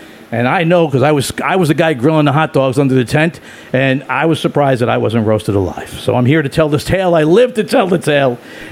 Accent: New York City, New York, United States; now in Staten Island, United States; Brooklyn, New York, my hometown, before I shifted across the harbor to my current hometown of Staten Island.

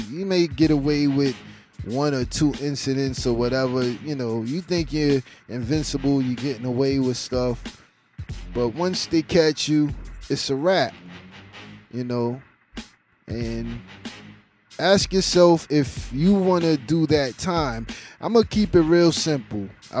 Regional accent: New York City, New York, United States; since I'm from Crown Heights

